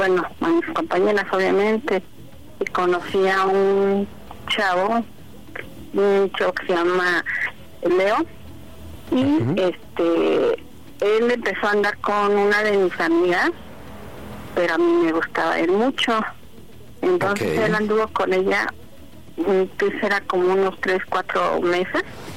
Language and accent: Spanish; State of Mexico, Mexico; Tengo 59 y soy del estado, de aquí, de México.